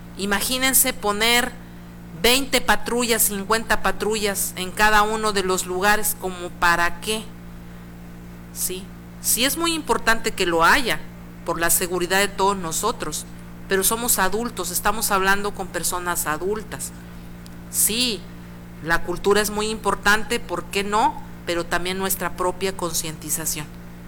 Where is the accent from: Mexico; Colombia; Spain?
Mexico; Huasteca; en mi tierra, la Huasteca